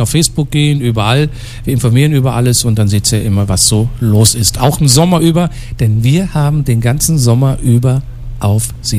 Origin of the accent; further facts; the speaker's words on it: Germany; Und diesmal ist es mein Heimatland. Deutschland-Tour ist angesagt.